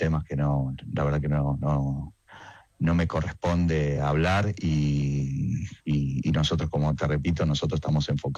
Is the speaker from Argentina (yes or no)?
yes; Argentina; nosotros la verdad que estamos acostumbrados como argentinos en todo a arreglarnos con lo que hay, ¿viste?